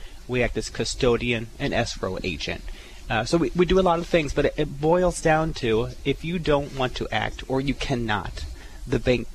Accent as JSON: {"language": "English", "town": "Hannibal", "region": "Missouri", "country": "United States", "tie": "born or raised there", "lives_now": "Springfield, United States", "said": "I'm from Hannibal, Missouri."}